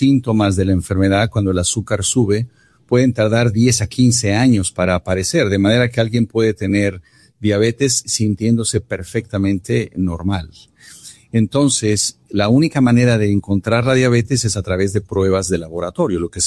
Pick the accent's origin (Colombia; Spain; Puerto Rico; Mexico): Mexico; Hugo Sánchez nació en el barrio donde yo crecí en México.